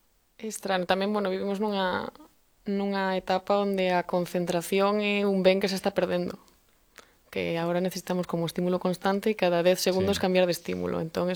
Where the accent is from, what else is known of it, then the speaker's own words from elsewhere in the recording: Galicia, Spain; A ver, eu penso en galego, quero dicir, o galego é a miña lingua nai, na que me defendo evidentemente en castelán, pero a mí o que naturalmente me sae é o galego